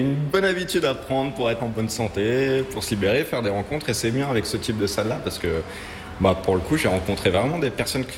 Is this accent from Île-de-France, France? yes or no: yes; Île-de-France, France; born there; Et je suis français. Je suis né à Paris, en banlieue parisienne.